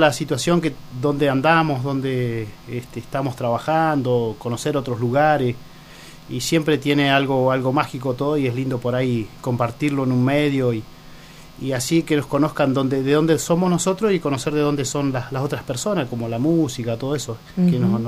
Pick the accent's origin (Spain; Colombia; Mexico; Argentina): Argentina; Río Negro; also born or lived in Ingeniero Jacobacci / San Carlos de Bariloche; Yo nací en Ingenieros Jacobacci, nací. Así que bueno, soy nacido de ahí, bueno, después me crié un poco acá en Bariloche y bueno, y después más toda mi vida casi en el campo.